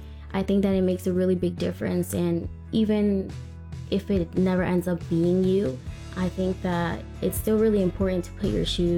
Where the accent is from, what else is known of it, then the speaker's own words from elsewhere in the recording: Savannah, Georgia, United States; from Savannah.